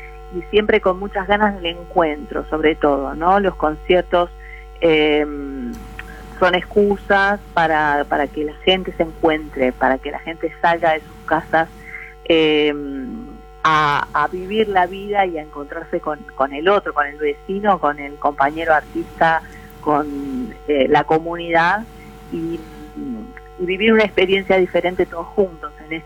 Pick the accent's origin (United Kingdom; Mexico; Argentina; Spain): Argentina; Buenos Aires; soy de Buenos Aires, entonces también hay algo de sabor a tango en lo que hago